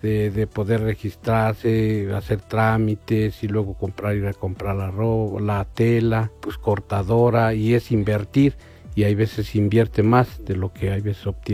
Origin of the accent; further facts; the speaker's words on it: Chicabasco, Hidalgo, Mexico; Vuelvo a repetir, vengo de la comunidad de Chicabasco. Saludos a la comunidad de Chicabasco y tanto como a la comunidad, o sea, de la ciudad de Actopan y todo.